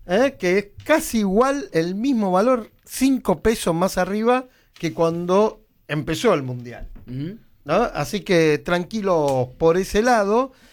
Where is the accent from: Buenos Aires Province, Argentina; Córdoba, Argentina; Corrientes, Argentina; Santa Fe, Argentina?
Santa Fe, Argentina; Rosario; somos rosarinos, no sí. Somos santafesinos.